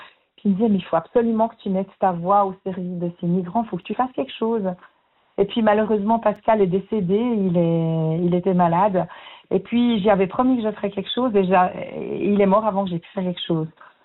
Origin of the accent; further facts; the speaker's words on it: Saint-Imier, Bern, Switzerland; quand j'étais petite à Saint-Imier, il y avait beaucoup de migrants italiens qui n'étaient pas toujours bien traités. C'était dans les années 70. J'ai appris l'italien avec eux dans la rue